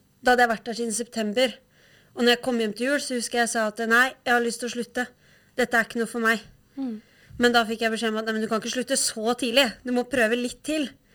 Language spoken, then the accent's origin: Norwegian; Vivestad, Vestfold, Norway; now in Uvdal, Norway; jeg kommer fra Re, Vivestad, i Vestfold. Så det er jo en liten bygd det også. Jeg synes jo det var langt ut i ingenmannsplass. Og har vokst opp der, egentlig.